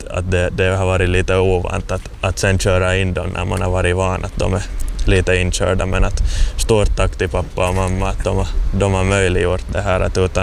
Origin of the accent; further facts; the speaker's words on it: Loviisa, Uusimaa, Finland; här har jag vuxit upp och här är nog bra minnen som liten